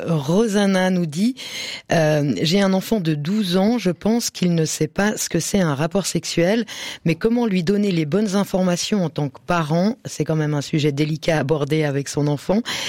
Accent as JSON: {"language": "French", "region": "Geneva", "country": "Switzerland", "said": "Je suis Genevoise."}